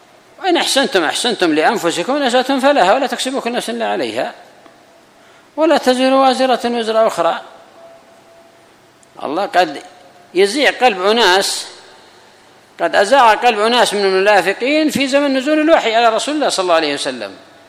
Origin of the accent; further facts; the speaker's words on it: Yemen; أما عندنا في اليمن ما هو معدن التشيع،